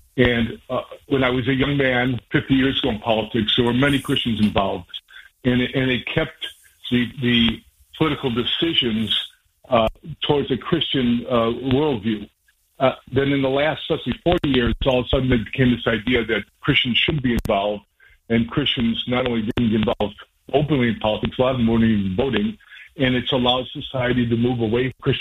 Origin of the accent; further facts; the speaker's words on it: Wheaton, Illinois, United States; And in fact, I'm from Wheaton. Our college church has been my church.